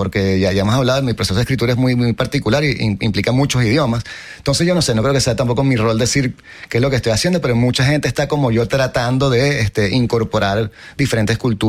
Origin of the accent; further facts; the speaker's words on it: Venezuela; Hay muchas cosas que olvidamos como venezolanos, somos un país que tiene muy poca memoria.